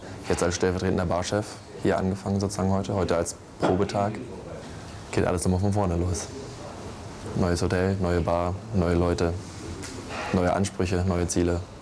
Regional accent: East Germany, Germany; now in Hamburg, Germany; Ich bin Ossi und rede gar nicht mit so einem komischen Dialekt.

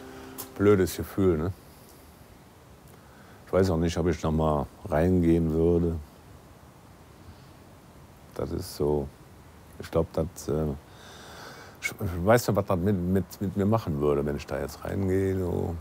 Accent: Kainberg, Germany; Tja, meine alte Heimat.

